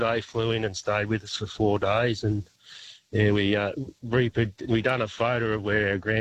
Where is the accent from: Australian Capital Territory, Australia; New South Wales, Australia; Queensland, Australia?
New South Wales, Australia; Moama; Just live down the river from you, but we're on holidays. We're from Moama.